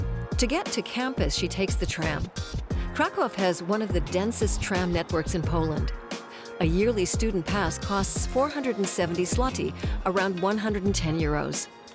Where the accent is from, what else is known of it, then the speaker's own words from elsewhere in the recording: Chihuahua, Mexico; From Chihuahua, Mexico.